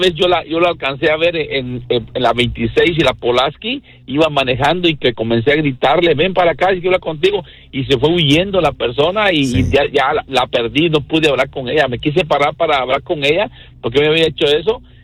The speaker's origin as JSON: {"language": "Spanish", "country": "Guatemala", "said": "yo soy guatemalteco, me quería llevar a México y yo no quise irme para México."}